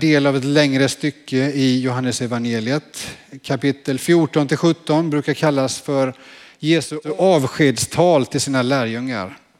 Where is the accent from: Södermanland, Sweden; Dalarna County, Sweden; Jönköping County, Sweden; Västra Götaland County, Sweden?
Jönköping County, Sweden; Jönköping; jag växte upp i Jönköping, är det som då hette Missionskyrkan, det som nu heter Ekumeniakyrkan.